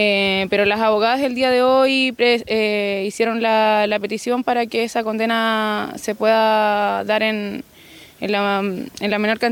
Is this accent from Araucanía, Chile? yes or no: yes; Araucanía, Chile; soy del territorio de Yeuyeu, Afkadi de Ernesto Yaitul.